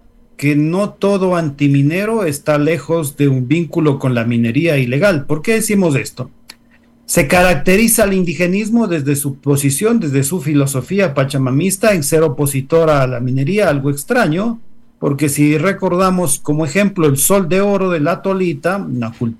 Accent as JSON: {"language": "Spanish", "town": "Cuenca", "region": "Azuay", "country": "Ecuador", "said": "yo soy cuencano"}